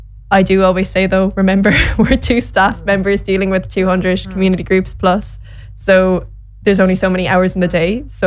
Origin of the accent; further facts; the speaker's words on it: Ireland; I'm an Irish white person.